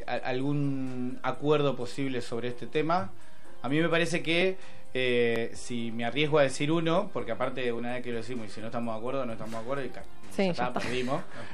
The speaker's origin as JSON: {"language": "Spanish", "town": "La Plata", "region": "Buenos Aires Province", "country": "Argentina", "tie": "born or raised there", "said": "a mí me tocó ser de acá de La Plata. Soy platense, soy de un barrio de La Plata, de Altos de San Lorenzo, que es un barrio de la periferia. Pero siempre he estado acá"}